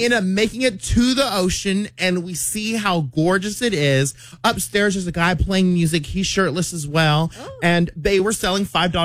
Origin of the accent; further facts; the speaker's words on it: Dallas, Texas, United States; I'm from Oak Cliff, okay? Like, I could survive Oak Cliff.